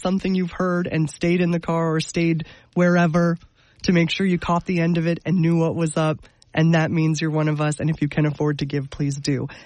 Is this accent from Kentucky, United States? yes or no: no; New York, United States; You know, Ray, I mean, you do know, I grew up in the Adirondacks.